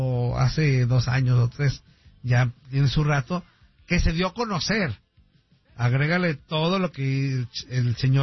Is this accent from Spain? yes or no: no; Mexico; Pues nosotros como mexicanos estamos saludando a todo el mundo.